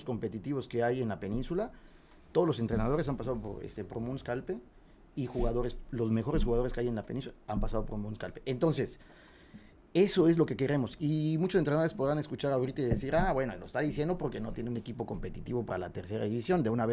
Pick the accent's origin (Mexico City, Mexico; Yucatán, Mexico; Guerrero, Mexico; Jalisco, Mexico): Yucatán, Mexico; ese es el tema que tenemos los entrenadores yucatecos.